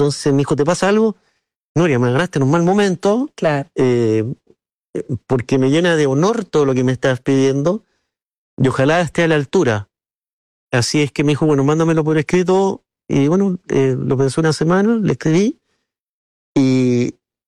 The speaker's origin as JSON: {"language": "Spanish", "country": "Chile", "moved": "as an adult", "lives_now": "Madrid, Spain", "said": "pero soy chileno. Después, soy miembro de la Junta, pero primero soy chileno."}